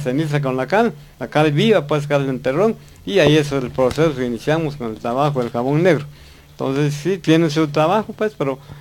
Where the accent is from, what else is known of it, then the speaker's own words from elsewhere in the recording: San Marcos, Guatemala; vengo de San Isidro Chamac, una aldea